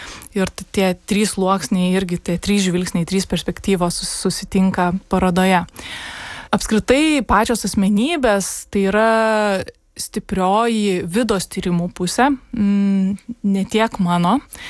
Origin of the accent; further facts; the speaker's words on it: Kaunas, Kaunas County, Lithuania; aš nesu iš Vilniaus, aš esu iš Kauno ir šeimos istorijos Vilniuje yra labai nedaug